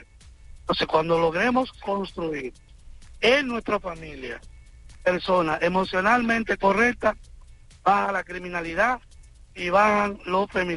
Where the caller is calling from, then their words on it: Santo Domingo Este, Santo Domingo, Dominican Republic; yo vengo de un barrio de Los Minas.